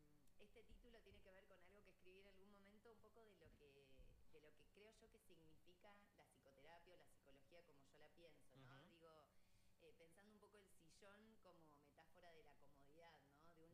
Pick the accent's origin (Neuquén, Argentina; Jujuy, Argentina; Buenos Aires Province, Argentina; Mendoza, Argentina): Neuquén, Argentina; No, encima somos neuquinos.